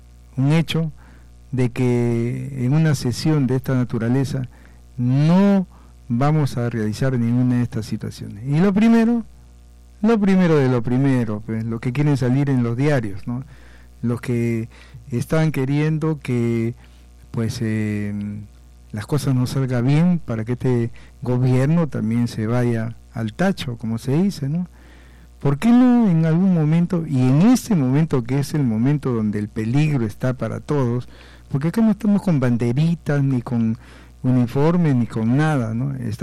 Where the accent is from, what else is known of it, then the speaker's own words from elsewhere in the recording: Peru; todos somos peruanos